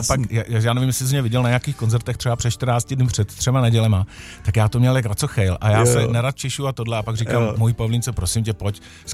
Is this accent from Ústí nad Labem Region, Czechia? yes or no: yes; Česká Kamenice, Ústí nad Labem Region, Czechia; Takže jsem z České Kamenice, kde to naprosto miluju.